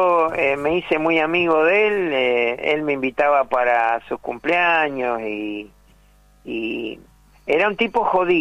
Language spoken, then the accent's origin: Spanish; Haedo, Buenos Aires Province, Argentina